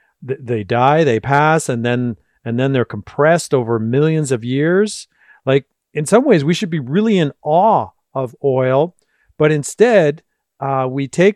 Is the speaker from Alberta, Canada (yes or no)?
no; Winnipeg, Manitoba, Canada; I'm from Winnipeg after all.